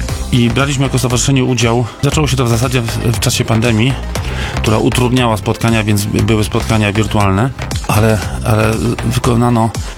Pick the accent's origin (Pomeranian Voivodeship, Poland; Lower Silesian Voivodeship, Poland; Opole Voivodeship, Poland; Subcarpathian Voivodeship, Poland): Subcarpathian Voivodeship, Poland; Rzeszów; zapytany przez turystów z innych namiotów, skąd jestem, powiedziałem z Rzeszowa.